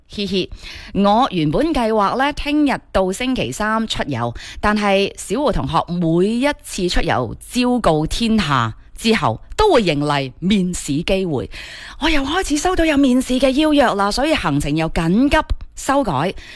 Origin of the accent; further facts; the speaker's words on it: Guangdong, China; 作为广东人